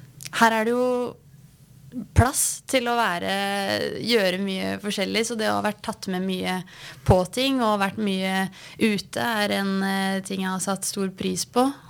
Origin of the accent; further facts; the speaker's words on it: Nore og Uvdal, Buskerud, Norway; Oppveksten min i Nore Udvar har hatt altså vært alt man kan drømme om egentlig